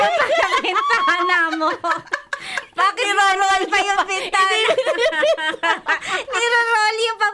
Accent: Valenzuela, Metro Manila, Philippines; sa amin sa Valenzuela.

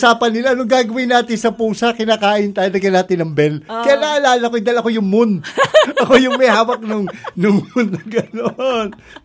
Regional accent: Tondo, Metro Manila, Philippines; Yung ako sa amin sa Tondo, pabilisan ang pag-ubos ng tabako eh.

